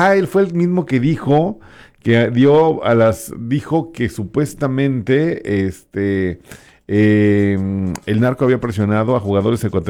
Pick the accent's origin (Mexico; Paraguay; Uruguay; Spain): Mexico; Sí, ya, si estamos mal económicamente en México, imagínate, ser argentino, o estar en Argentina.